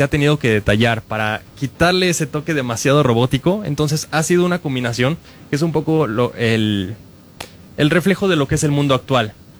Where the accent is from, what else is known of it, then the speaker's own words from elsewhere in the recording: Puebla, Mexico; Yo soy de Puebla. Si están en Puebla, si están en Ciudad de México, si están en Pachuca, si están en Guadalajara, en estos lugares son los que estoy contemplando para hacer presentaciones de libro.